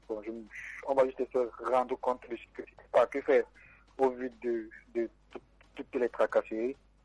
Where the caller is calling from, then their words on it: Douala, Littoral, Cameroon; Oui, je suis à Douala